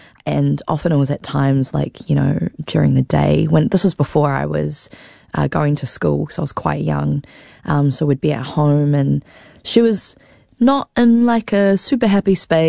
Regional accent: Auckland, New Zealand; moved away; Growing up on Tamaki Makaurau, moving over here was, a very, very difficult time.

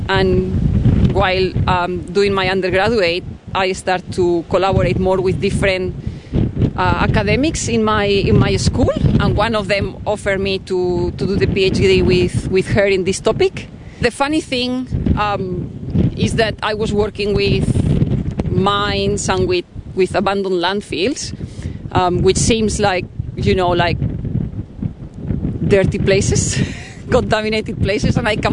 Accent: Madrid, Community of Madrid, Spain; English is a second language; moved away as an adult; now in Christchurch, New Zealand; Yes, I grew up in Madrid. Very big city compared with Christchurch.

